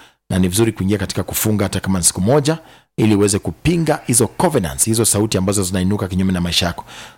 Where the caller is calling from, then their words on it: Waiya Kako, Makueni County, Kenya; Mtumishi wa Mungu, natoka Waiya Makako, Makueni, natoka Makueni.